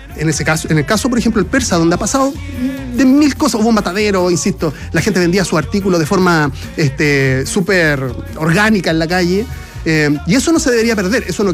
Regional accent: Chile; Somos sándwicheros los chilenos, indistintamente en la región.

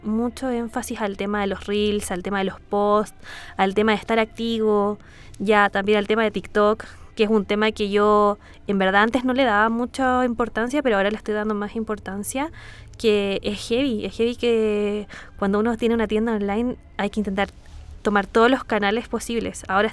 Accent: Santiago, Santiago Metropolitan Region, Chile; Y yo soy de Santiago.

